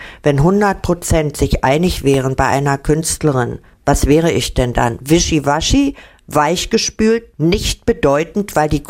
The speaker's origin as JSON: {"language": "German", "region": "Berlin", "country": "Germany", "said": "was ich eigentlich als Berlinerin zu bieten habe."}